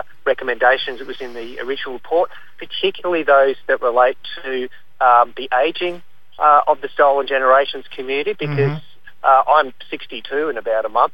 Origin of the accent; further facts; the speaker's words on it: Shepparton, Victoria, Australia; now in Melbourne, Australia; I'm from Shepparton.